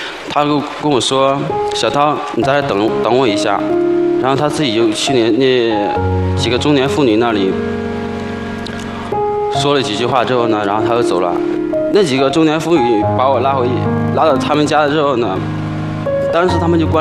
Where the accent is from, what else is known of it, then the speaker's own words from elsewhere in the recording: Handan, Hebei, China; 我是来自河北邯郸的，然后今年大概22岁。